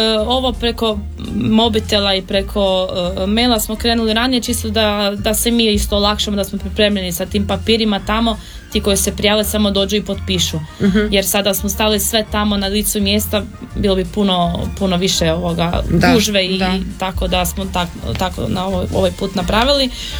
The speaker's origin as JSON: {"language": "Croatian", "region": "Krapina-Zagorje County", "country": "Croatia", "accent": "Zagorje dialect (Kajkavian)", "said": "mi smo im rekli na zagorski, na našem dijalektu riječi"}